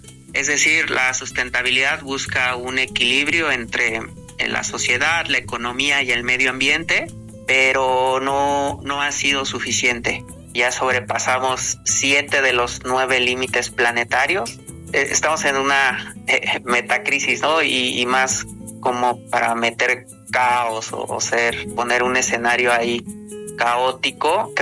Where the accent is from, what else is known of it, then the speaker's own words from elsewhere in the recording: Amanalco, State of Mexico, Mexico; Sí, yo soy de Amanalco, tengo 33 años. Soy de la comunidad de San Bartolo, del pueblo otomí. Bueno, en general, Amanalco es pueblo otomí.